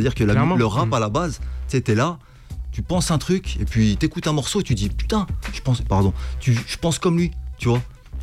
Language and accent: French; Chambéry, Auvergne-Rhône-Alpes, France; Moi, je viens de Chambéry-le-Haut. J'ai vécu à la ZUP. Je suis né là-bas.